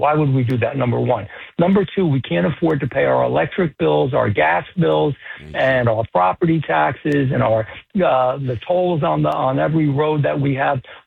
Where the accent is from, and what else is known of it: Paterson, New Jersey, United States; born or raised there